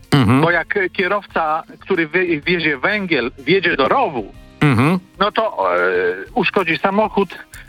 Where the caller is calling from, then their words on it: Warsaw, Masovian Voivodeship, Poland; czyli Warszawa